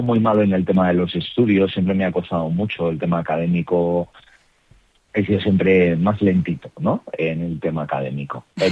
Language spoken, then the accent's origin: Spanish; Picassent, Valencian Community, Spain; Yo tomé la comunión en la parroquia de mi pueblo, que es Picassent, y pues bueno, empecé a participar en el grupo juvenil, el movimiento Juniors